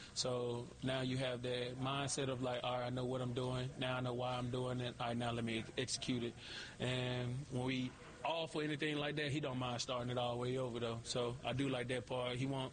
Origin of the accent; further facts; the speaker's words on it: Jacksonville, Florida, United States; Yeah, I go back to my hometown, man. Yeah. Jacksonville, that's where I got drafted